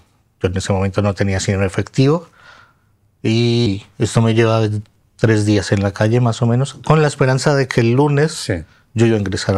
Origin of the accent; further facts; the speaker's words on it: Colombia; also born or lived in Argentina; now in Viladecans, Spain; Soy de Colombia.